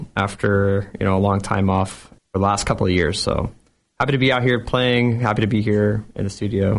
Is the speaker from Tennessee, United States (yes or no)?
no; Sarasota, Florida, United States; also born or lived in Michigan; now in Norwood, United States; I'm a singer-songwriter based out of Norwood, Mass., but I'm originally from Sarasota, Florida, and also originally from Michigan. I'm one of those annoying people that, like, can't pick a place to be from.